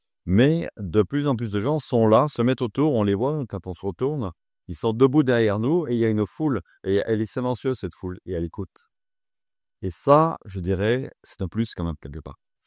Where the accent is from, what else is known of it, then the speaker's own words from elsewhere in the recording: France; born there; now in Brest, France; Je suis né à la France, j'ai beaucoup de parcours. Je suis également catholique pratiquant.